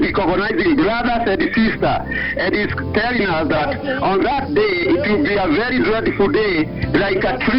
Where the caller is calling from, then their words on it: South Kinangop, Nyandarua County, Kenya; English is a second language; I'm coming right from South Kinagop region.